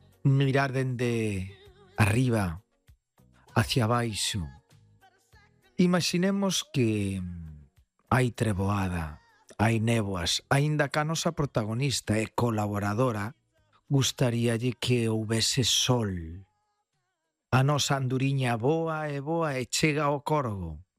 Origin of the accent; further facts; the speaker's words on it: Galicia, Spain; E aínda me pasa hoxe, son galego falante.